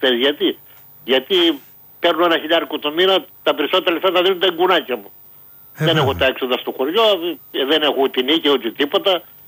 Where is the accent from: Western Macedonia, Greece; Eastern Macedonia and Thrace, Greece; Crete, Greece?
Eastern Macedonia and Thrace, Greece; Ftelia; Είμαι από τη Φτελιά Δράμας.